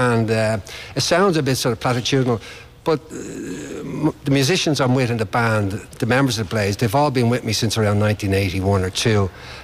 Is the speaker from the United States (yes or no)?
no; Ringsend, Leinster, Ireland; From Ringsend. I'm not usually this side of the river, so it's unusual to be looking on from this side.